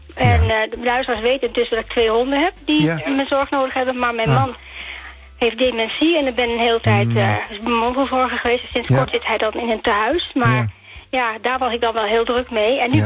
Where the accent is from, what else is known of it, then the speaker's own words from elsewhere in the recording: Zutphen, Gelderland, Netherlands; also born or lived in Limburg; Ik ben in Limburg geboren, ik sprak plat. Toen ging ik naar Zutphen